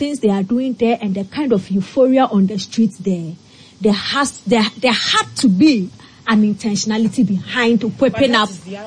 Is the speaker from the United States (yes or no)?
no; Canada; Hey, the streets, I'm a Canadian. They didn't know there was this much Ghanaians in Canada.